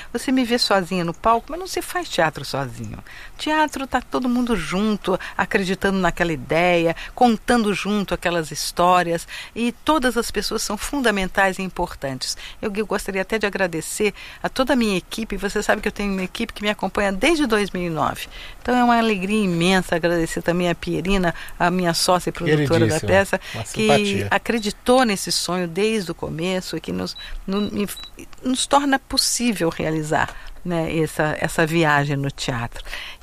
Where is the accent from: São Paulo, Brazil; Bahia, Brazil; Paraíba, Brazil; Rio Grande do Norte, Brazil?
São Paulo, Brazil; born or raised there; also born or lived in Rio de Janeiro / Curitiba